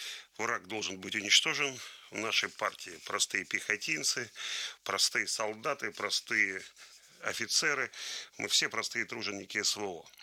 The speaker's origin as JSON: {"language": "Russian", "region": "Don", "country": "Russia", "said": "Я сам с Дона"}